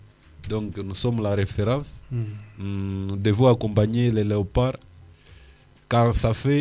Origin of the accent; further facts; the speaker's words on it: DR Congo; Donc, la RDC, c'est notre patrie. Et donc, c'est notre patrimoine, quoi. Donc, nous devons être fiers d'être Congolais d'origine.